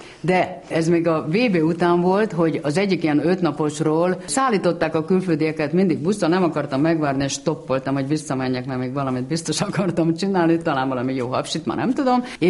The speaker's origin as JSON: {"language": "Hungarian", "country": "Hungary", "said": "vagyok, igen, és magyar, és kicsit svédül, igen."}